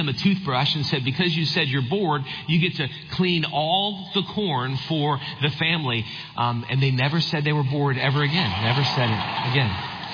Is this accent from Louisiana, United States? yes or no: yes; New Orleans, Louisiana, United States; I grew up in South Louisiana, New Orleans area.